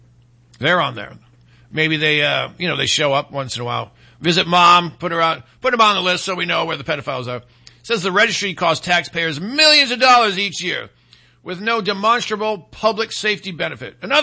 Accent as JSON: {"language": "English", "region": "Michigan", "country": "United States", "tie": "born or raised there", "moved": "yes", "said": "my home state"}